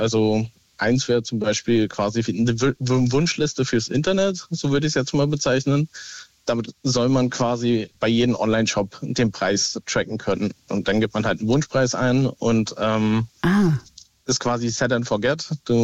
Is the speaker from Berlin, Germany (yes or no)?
yes; Berlin, Germany; weil wir wohnen halt in Bayern und ich bin ursprünglich Berliner